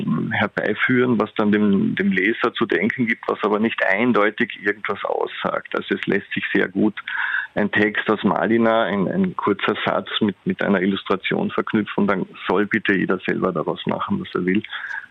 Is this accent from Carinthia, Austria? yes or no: yes; Klagenfurt, Carinthia, Austria; Die Beschäftigung beginnt eigentlich damit, dass man als Klagenfurter das schon irgendwann immer wieder zu